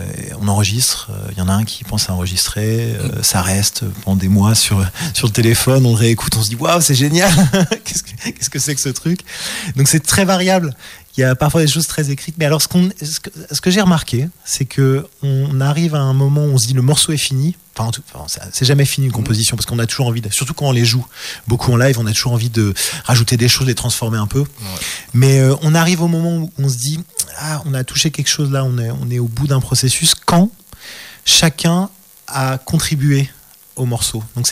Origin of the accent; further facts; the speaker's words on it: Brussels, Belgium; J'ai grandi à Bruxelles. Et donc, j'ai grandi avec toutes ces musiques, toutes ces influences.